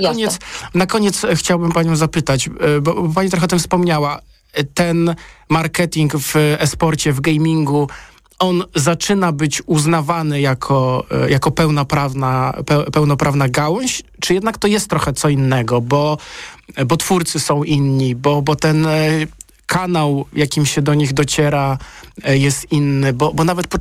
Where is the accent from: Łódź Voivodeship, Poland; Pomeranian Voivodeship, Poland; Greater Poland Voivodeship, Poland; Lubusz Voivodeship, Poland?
Pomeranian Voivodeship, Poland; Pozdrawiamy Trójmiasto, moje rodzinne strony.